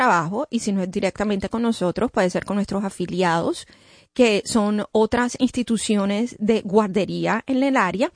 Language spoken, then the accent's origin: Spanish; Colombia; yo soy colombiana, mis hijos se ríen de mí.